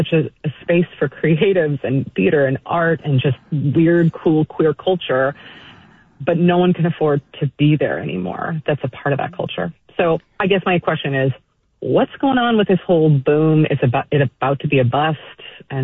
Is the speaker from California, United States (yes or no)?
yes; San Francisco, California, United States; I'm a native San Franciscan